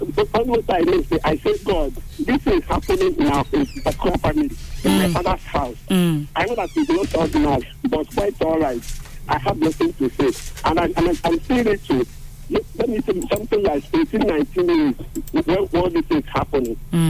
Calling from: Ekwere, Nigeria; I'm calling from Ekwere.

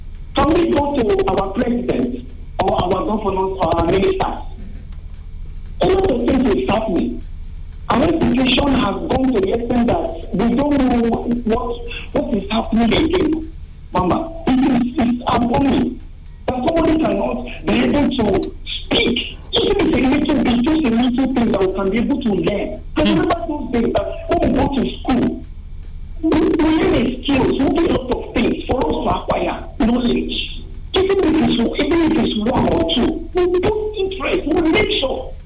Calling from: Asaba, Delta, Nigeria; I'm calling from Asaba.

